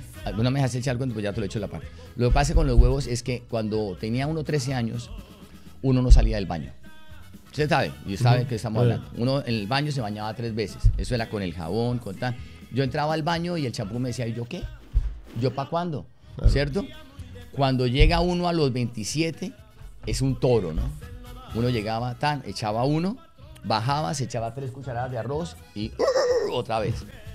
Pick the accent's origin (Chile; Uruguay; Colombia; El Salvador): Colombia; Cúcuta, Norte de Santander; yo vengo de Cúcuta, de una región muy, muy, muy olvidada, con una familia también, donde había comida